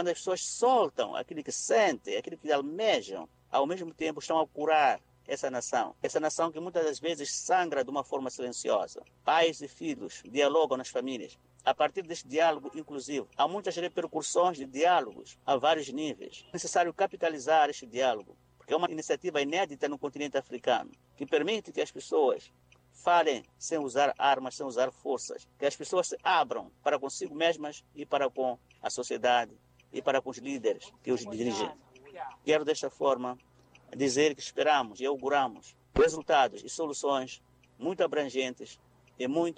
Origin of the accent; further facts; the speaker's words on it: Mozambique; nós, duravante, como moçambicanos